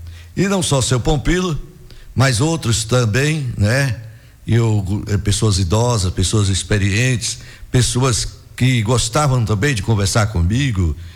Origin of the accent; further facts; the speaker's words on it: Caetité, Bahia, Brazil; eu da minha adolescência lá em Caetité, eu acho que já era adolescente